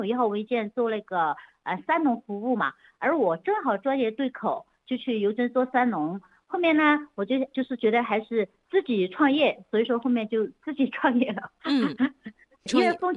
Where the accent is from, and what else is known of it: Fengjie, Chongqing, China; born there; also born or lived in Beijing